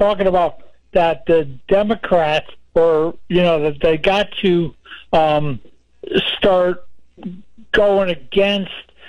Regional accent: New York, United States; now in Dearborn, United States; I gotta tell you, I grew up on the East Coast. Okay, I'm a New Yorker at heart, so I live out here in Dearbornistan

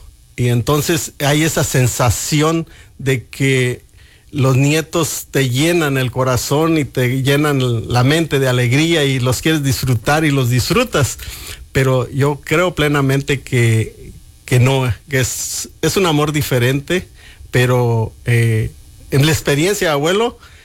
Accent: Ciudad Altamirano, Guerrero, Mexico; moved away as an adult; also born or lived in San Lucas, Michoacán / Riva Palacio, Michoacán; now in Tyler, United States; Soy nacido de Ceibas Altas, municipio de San Lucas, Michoacán. Criado en Guerrero, municipio de Ciudad Altamirano, Pungarabato. Después me casé y viví 7 años en Rivapalacio, Michoacán. Así que me considero de la tierra caliente de Guerrero y Michoacán y parte sur del Estado de México.

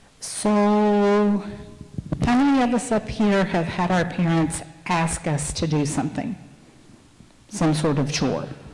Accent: West Virginia, United States; I'm from West Virginia. Don't laugh.

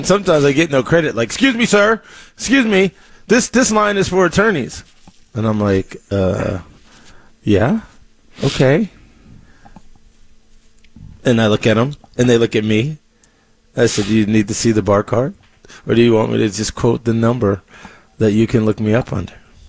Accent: El Paso, Texas, United States; And so, yeah, I grew up in El Paso. I grew up around primarily Mexican people like you.

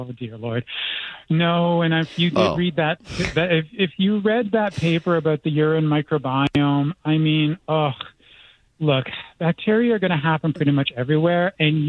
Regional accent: Canada; I'm Canadian.

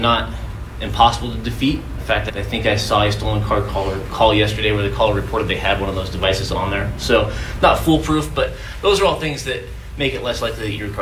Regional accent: Oregon, United States; So I grew up just outside of East Precinct, off 162nd and Foster, just in the Clackamas County. So I went to Centennial Schools.

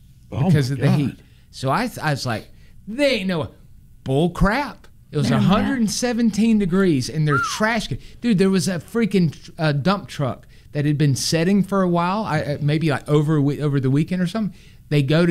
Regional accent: Phoenix, Arizona, United States; Matt, I am from Phoenix, Arizona, and while most people would take offense at what you just said, you're absolutely right.

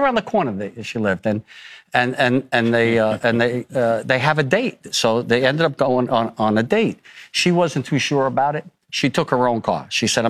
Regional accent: New York City, New York, United States; We're all from Staten Island.

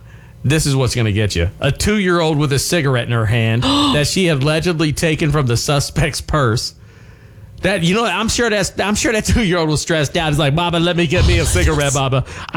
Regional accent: Charleston, West Virginia, United States; I'm from Charleston, West Virginia.

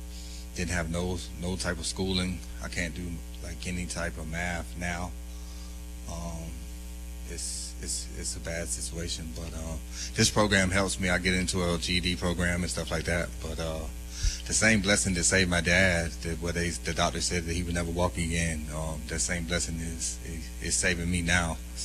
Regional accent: Clayton County, Georgia, United States; I'm 37. I'm from Clayton County, Georgia.

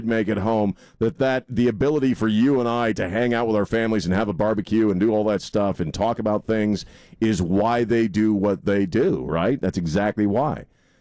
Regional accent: Arlington, Virginia, United States; now in San Antonio, United States; I grew up around Arlington and spent a lot of time going there over the, you know, as a kid and on field trips and stuff like that.

